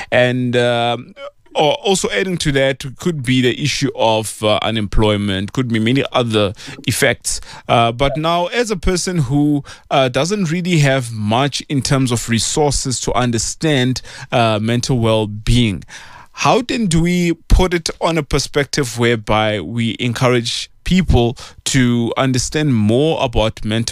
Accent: Atteridgeville, Gauteng, South Africa; And now we are moving all the way to my hometown, Atteridgeville, Pelly.

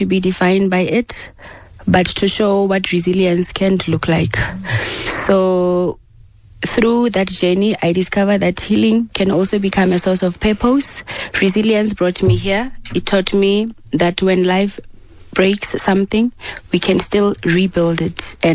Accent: Bloemfontein, Free State, South Africa

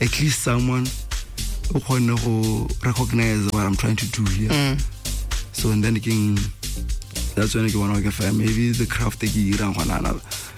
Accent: Francistown, North-East District, Botswana; I grew up in Francistown, basically.

